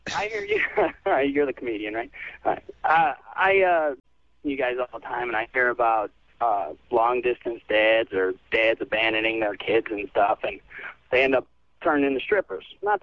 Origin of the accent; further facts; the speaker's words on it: Chicago, Illinois, United States; now in Arizona, United States; I went west. I moved to Arizona, but I'm from Chicago.